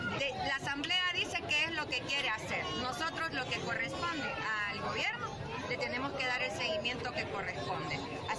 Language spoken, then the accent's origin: Spanish; Honduras; todos somos hondureños